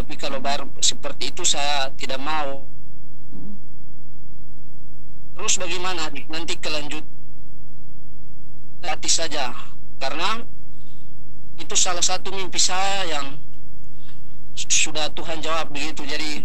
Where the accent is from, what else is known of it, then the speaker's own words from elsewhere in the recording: Alor, East Nusa Tenggara, Indonesia; kalau kita orang Alor bilang oto